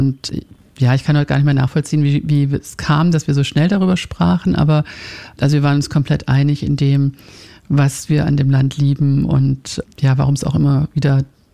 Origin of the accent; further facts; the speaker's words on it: Finland; moved away; ich komme ja ursprünglich aus Finnland.